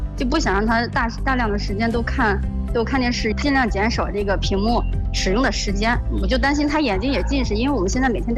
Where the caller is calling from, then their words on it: Baoding, Hebei, China; 我是满城人，